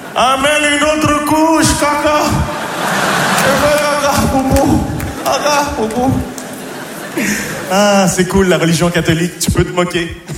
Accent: Nogent-sur-Marne, Île-de-France, France; J'ai grandi à Nogent-sur-Marne, je suis passionné avec les petite banlieue très bourgeoise, dans genre la Marne

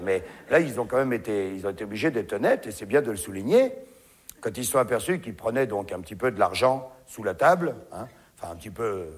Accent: France; Hein, vous avez vu, chez nous, en France, ils ont dit, ah oui.

